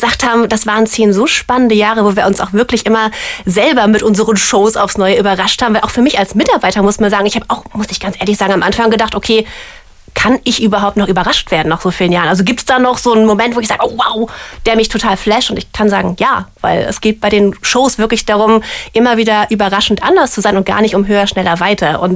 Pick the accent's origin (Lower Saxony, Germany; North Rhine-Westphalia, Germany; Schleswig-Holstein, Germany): North Rhine-Westphalia, Germany; Bonn; ich bin selber auch Rheinländerin, so Urbonnerin.